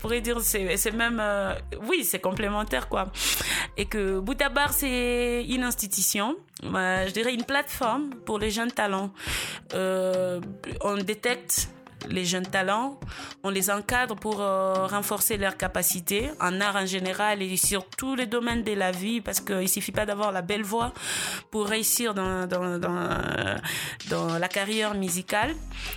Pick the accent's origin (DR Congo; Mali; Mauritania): DR Congo; Goma, North Kivu; ici chez nous, à Goma